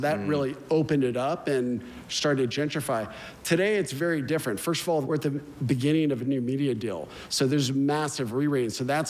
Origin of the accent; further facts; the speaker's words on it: Austin, Texas, United States; I grew up in Austin, so we had a view, Austin-San Antonio view, but that was different.